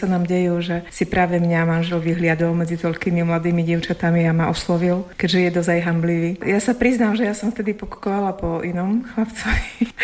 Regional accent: Banská Bystrica, Banská Bystrica Region, Slovakia; moved away; ja som z Banskej Bystrice, manžel je z Prešova.

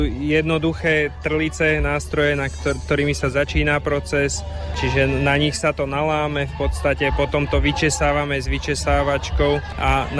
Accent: Hubová, Žilina Region, Slovakia; Naši predkovia ju pestovali u nás v Hubovej

